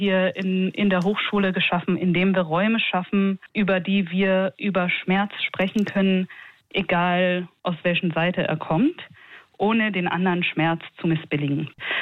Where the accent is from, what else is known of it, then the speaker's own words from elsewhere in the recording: Israel; now in Berlin, Germany; Ich komme selbst aus Israel